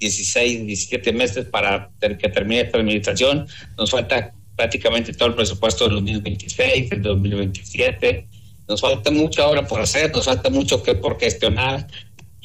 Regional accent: Ciudad Valles, San Luis Potosí, Mexico; como buenos mexicanos y a lo mejor como buenos vallenses

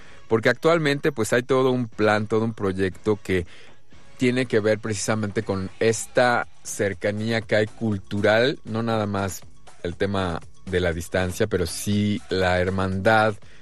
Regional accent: Mexico

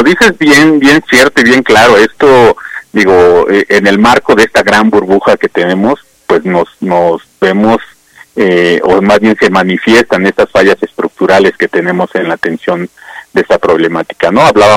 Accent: Mexico; nosotros como mexicanos

